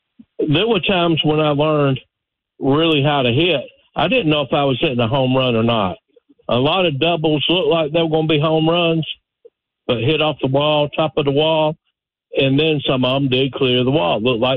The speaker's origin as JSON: {"language": "English", "town": "Warner Robins", "region": "Georgia", "country": "United States", "tie": "born there", "moved": "yes", "lives_now": "Conyers, United States", "said": "when I was in high school down in Warner Robins before we moved up here"}